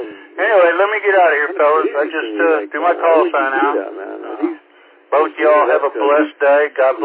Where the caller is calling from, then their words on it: Texas, United States; It's flat as a pool table, and so low. You know, I'm 70 miles from Galveston, and I'm 46 feet above sea level. That's how flat this part of Texas is.